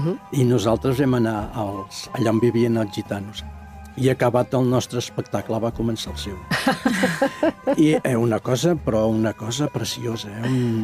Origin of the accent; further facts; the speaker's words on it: Catalonia, Spain; now in Artés, Spain; jo soc català i visc a Artés